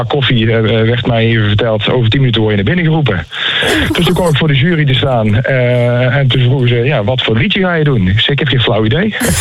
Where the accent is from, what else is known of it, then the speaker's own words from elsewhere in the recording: North Brabant, Netherlands; Volgend jaar 20 jaar muzikant. Dus alweer bijna een jubileum om te vieren. Uit het altijd gezellige Brabant.